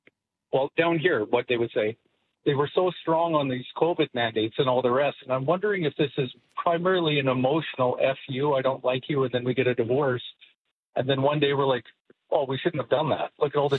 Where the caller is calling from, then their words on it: Lethbridge, Alberta, Canada; So I'm from Lethbridge